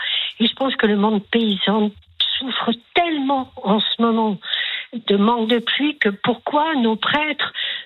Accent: Collonges-au-Mont-d'Or, Auvergne-Rhône-Alpes, France; autrefois, quand j'étais enfant, j'habitais Collonges au Mont-d'Or, une ville connue pour le chef Paul Bocuse.

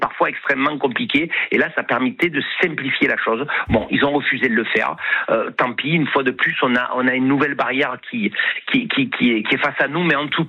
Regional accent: Marseille, Provence-Alpes-Côte d'Azur, France; moi je suis Marseillais, je vis à Marseille

